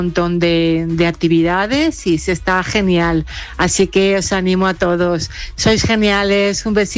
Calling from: Valencia, Valencian Community, Spain; de Valencia

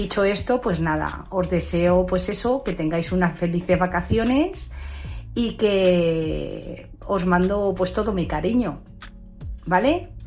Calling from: Madrid, Community of Madrid, Spain; Hola, buenas noches. … de Madrid.

